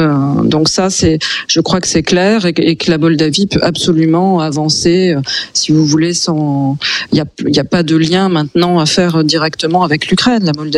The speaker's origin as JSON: {"language": "French", "region": "Grand Est", "country": "France", "tie": "born there"}